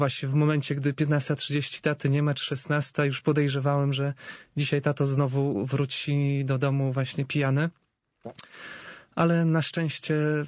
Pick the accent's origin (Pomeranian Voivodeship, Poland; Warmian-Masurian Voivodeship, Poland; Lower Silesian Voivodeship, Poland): Warmian-Masurian Voivodeship, Poland; Pochodzę z Mazur, wychowywałem się w rodzinie wielodzietnej.